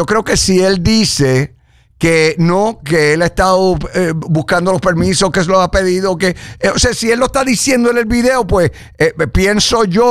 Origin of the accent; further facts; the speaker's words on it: Puerto Rico; Yo como boricua